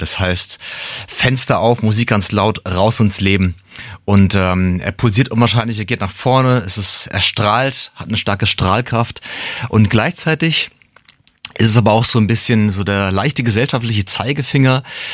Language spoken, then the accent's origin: German; Frankfurt, Hesse, Germany; born or raised there